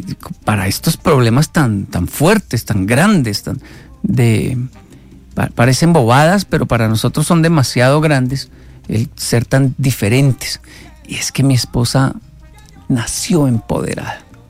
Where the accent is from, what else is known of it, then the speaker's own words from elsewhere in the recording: Colombia; yo soy colombiano. Me di cuenta que era colombiano.